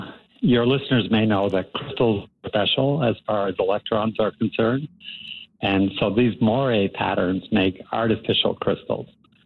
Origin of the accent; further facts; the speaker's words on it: Antigonish, Nova Scotia, Canada; moved away as an adult; also born or lived in Toronto; So I grew up in the town of Antigonish, Highland Drive.